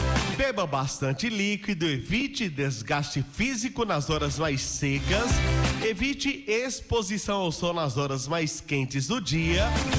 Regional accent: Northeast Region, Brazil; Nós, que somos aqui do Nordeste já acostumados

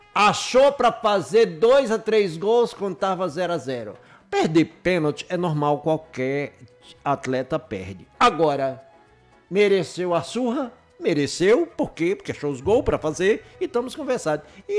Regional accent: Brazil; sou brasileiro

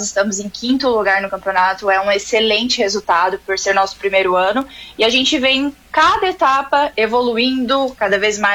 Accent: Campo Mourão, Paraná, Brazil; Eu sou natural do Paraná, de Campo Mourão, e foi influência do meu pai.

